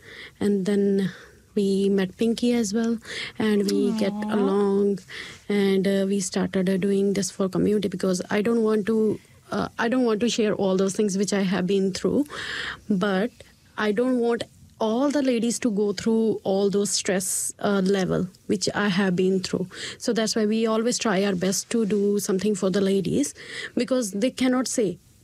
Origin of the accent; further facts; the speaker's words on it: Hoshiarpur, Punjab, India; moved away as an adult; now in New Zealand; in Punjab, I'm from Hoshiarpur